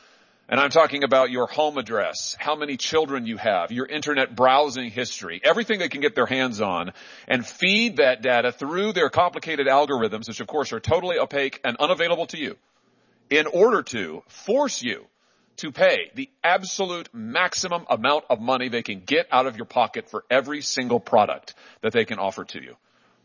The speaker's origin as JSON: {"language": "English", "region": "Missouri", "country": "United States", "tie": "born or raised there", "said": "What if I told you that Lyft has charged 55 separate riders in my home state of Missouri 29 different prices for the same exact route at the same exact time"}